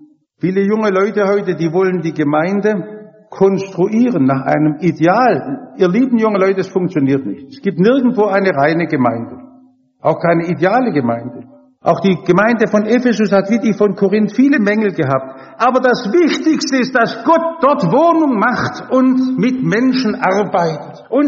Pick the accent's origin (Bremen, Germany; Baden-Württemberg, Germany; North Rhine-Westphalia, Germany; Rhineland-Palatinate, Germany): Baden-Württemberg, Germany; Stuttgart; Ich komme aus Häslach. In meiner Umgebung sind 80% Ausländer in Gesamthäslach insgesamt, da gibt es auch noch Villenteile, 60% Ausländer.